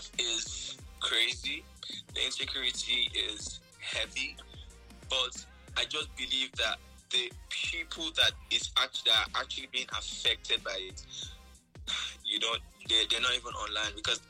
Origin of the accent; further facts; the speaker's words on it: Asaba, Delta, Nigeria; born there; also born or lived in Benin City / Ibadan; because I'm from Ibadan, but I was born in Benin City. I lived most of my life in Asaba. My Yoruba don't even hit as much. But before even being a Yoruba man, I'm a Nigerian. Before being a Nigerian, I'm an African.